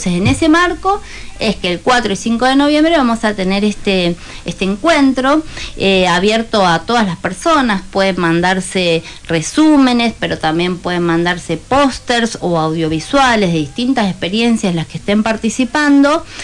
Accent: Mendoza, Argentina

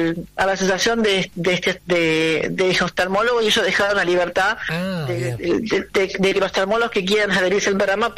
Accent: Viedma, Río Negro, Argentina; Sí, nosotros, yo particularmente somos tres personas que somos de Viedma.

